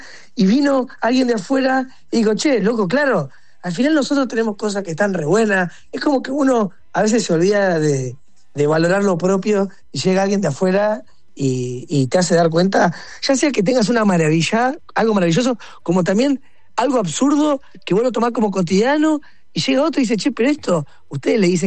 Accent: Rosario, Santa Fe, Argentina; somos rosarinos

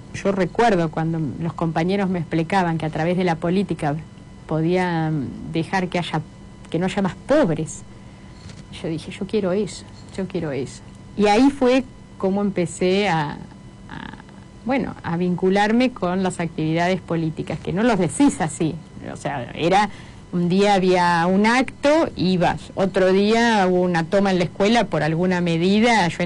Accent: La Plata, Buenos Aires Province, Argentina; now in Mar del Plata, Argentina; Soy docente universitaria. Actualmente vivo en la ciudad de Mar del Plata, pero nací en la ciudad de La Plata. Soy platense y viví en la ciudad de La Plata hasta el año 76. Soy militante de derechos humanos, clase media platense, estudiante del secundario

